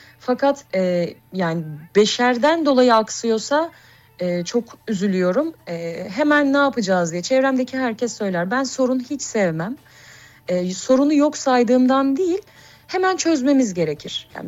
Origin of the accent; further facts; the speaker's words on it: Malatya, Turkey; Sadece Malatya için söylemiyorum. Hı-hı. Doğup büyüdüğüm kültür, topraklar bu kültürün bir beşiği.